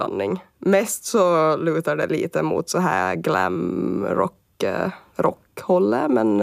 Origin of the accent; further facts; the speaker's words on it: Ostrobothnia, Finland; moved away as an adult; now in Åland, Finland; jag är ju från Österbotten ursprungligen och bodde där medan vi spelade in serien. Men nu hamnar jag på Åland